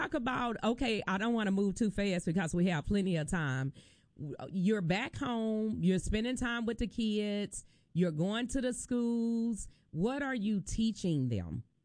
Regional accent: Newport, Arkansas, United States; also born or lived in Jonesboro, Arkansas; I'm actually born and raised from Newport, Arkansas.

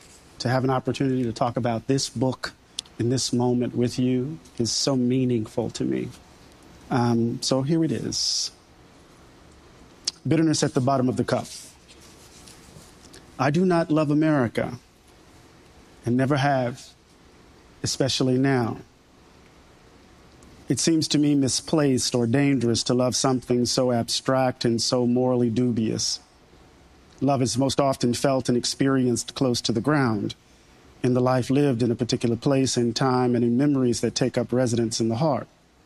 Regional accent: Mississippi, United States; Maybe it's because I'm from Mississippi.

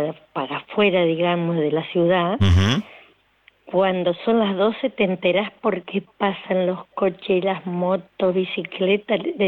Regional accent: Concepción del Uruguay, Entre Ríos, Argentina; now in Florida Oeste, Argentina; Y yo soy de Florida Oeste, pero en realidad soy de Concepción del Uruguay, de Entre Ríos.

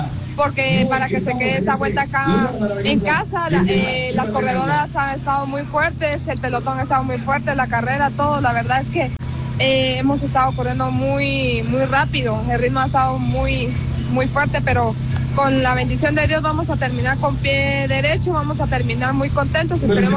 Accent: Guatemala; como guatemalteca, pues representando de la mejor manera a no solo a la marca, sino a todo el pueblo de Guatemala.

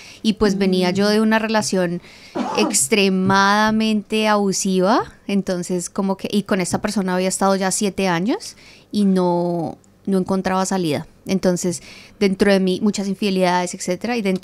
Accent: Colombia; moved away as an adult; now in Australia; Soy colombiana. Yo en Colombia trabajaba en el aeropuerto como asistente de exportaciones

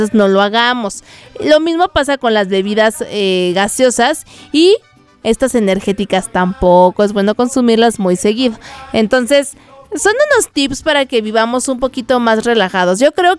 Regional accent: Mexico; Soy puro mexicano, nacido en esta tierra. Ay, así, a mí sí me encanta

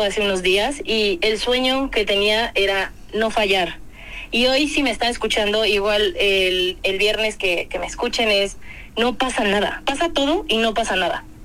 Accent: Córdoba, Veracruz, Mexico; born there; moved away

